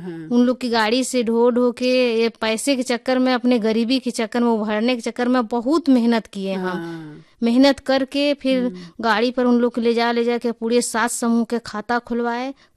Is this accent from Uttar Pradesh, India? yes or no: yes; Sonbhadra district, Uttar Pradesh, India; ग्राम जरहा, पोस्ट जरहा, थाना बीजपुर, ब्लॉक नेवरपुर, तहसील दुद्धी, जिला सोनभद्र का मैं निवासी हूँ।